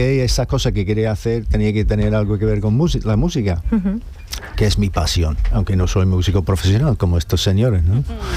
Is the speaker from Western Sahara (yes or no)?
no; Liverpool, North West England, United Kingdom; Yo soy de Inglaterra, de Liverpool.